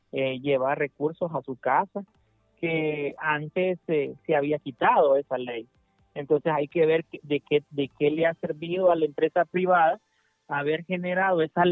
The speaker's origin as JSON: {"language": "Spanish", "country": "Honduras"}